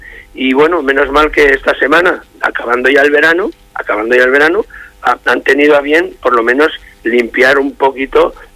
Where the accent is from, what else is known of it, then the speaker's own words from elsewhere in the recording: Valderredible, Cantabria, Spain; Sinceramente, amo a mi tierra del sur, a Valderredible, Campó, pero es cierto que muchas veces, pues estamos, pues olvidados por nuestros propios compañeros de origen, de Cantabria, ¿no?